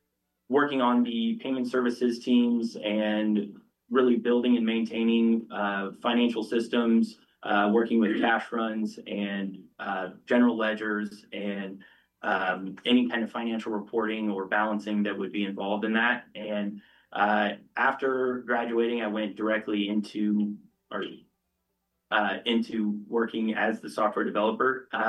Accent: Kearney, Missouri, United States; I am running for the Boone County Auditor's position. I grew up in Kearney, Missouri

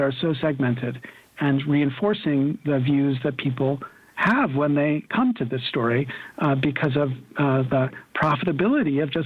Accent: Pennsylvania, United States; I was raised a Republican. I grew up in the Kentucky part of Pennsylvania, right? I was a young Republican.

